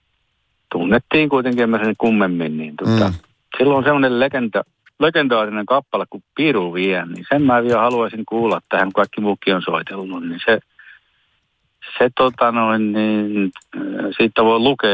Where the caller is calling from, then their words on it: Ylöjärvi, Pirkanmaa, Finland; Ylöjärveltä soitan.